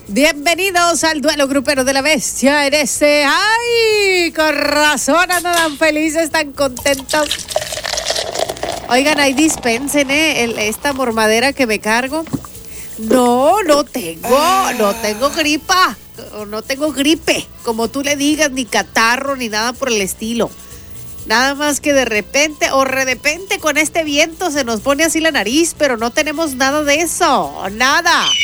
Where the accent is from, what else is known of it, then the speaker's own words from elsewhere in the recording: Sinaloa, Mexico; Soy grandota, soy de Sinaloa.